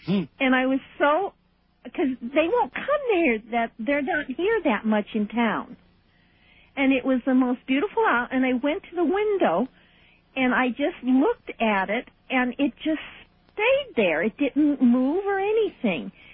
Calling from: Fairbanks, Alaska, United States; I'm calling from Fairbanks, Alaska.

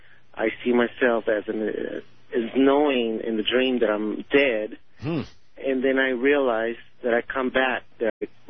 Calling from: Phoenix, Arizona, United States; I'm calling from Phoenix, Arizona.

